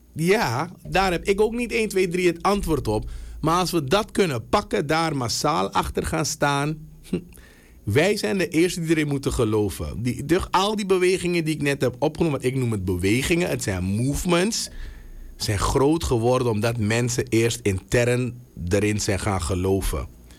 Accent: Suriname; wij als Surinamers

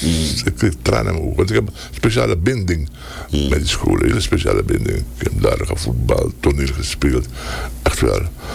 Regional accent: Para, Suriname; born there; also born or lived in Paramaribo, Suriname; Kijk, ik ben in Paramaribo geboren, maar mijn vader werkte op zanderij. Bij de luchtvaartdienst. Daarom ben ik ben een paraan. Weet je wel, zo voel ik me ook.

